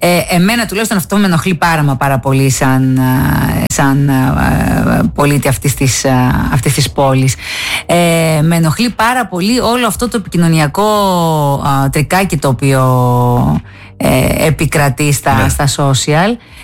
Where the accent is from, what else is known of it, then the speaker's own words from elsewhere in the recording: Heraklion, Crete, Greece; λέω ότι είμαι από την Κρήτη, από ποια πόλη, από το Ηράκλειο